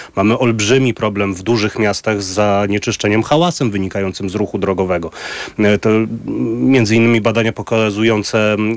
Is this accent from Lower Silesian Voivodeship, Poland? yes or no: no; Warsaw, Masovian Voivodeship, Poland; jestem z Warszawy, urodzonym warszawiakiem, więc podstawówkę miałem pod blokiem właściwie też